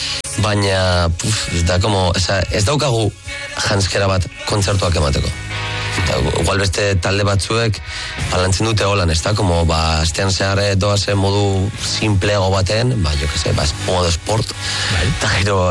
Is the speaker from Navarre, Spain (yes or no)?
no; Basque Country, Spain; Euskaldunak gara, Euskal Herria maite dugu